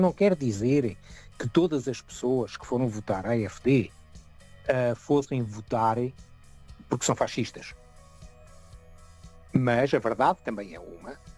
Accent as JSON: {"language": "Portuguese", "country": "Portugal", "moved": "yes", "lives_now": "Germany", "said": "como português, não me agrada muito, português a residir na Alemanha"}